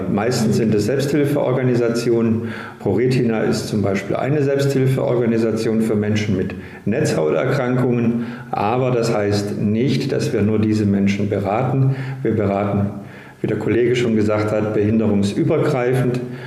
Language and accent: German; Kirchentellinsfurt, Baden-Württemberg, Germany; born there; also born or lived in Tübingen / Stuttgart / Marburg / Ludwigsburg; Ich bin zwar gebürtiger Tübinger, in Kirchentellinsfort aufgewachsen, habe aber meine Grund-, Haupt- und Realschule in Stuttgart besucht, auf der Schule für Sehbehinderte, habe mein Abitur an der Deutschen Blinden Studienanstalt in Marburg gemacht, habe in Ludwigsburg studiert